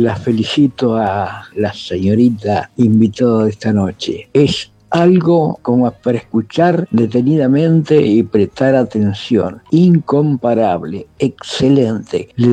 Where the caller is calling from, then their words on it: Florencio Varela, Buenos Aires Province, Argentina; soy de Florencio Varela, un viejito ya de 82 años